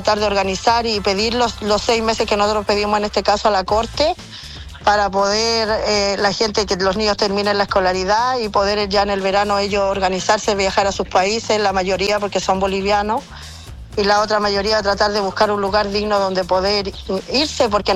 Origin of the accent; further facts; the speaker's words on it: Chile; es algo que no me lo explico yo como chilena